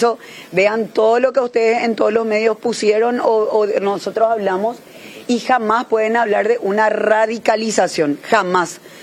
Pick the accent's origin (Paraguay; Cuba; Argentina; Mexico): Paraguay; nosotros como ciudadanos paraguayos